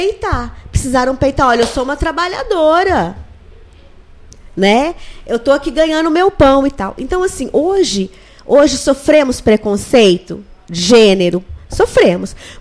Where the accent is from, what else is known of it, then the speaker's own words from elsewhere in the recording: Brazil; que somos brasileiros